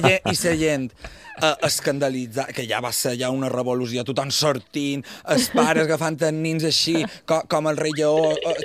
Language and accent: Catalan; Balearic Islands, Spain; Ja vaig dir, clar, a mi com a mallorquí no me passarà.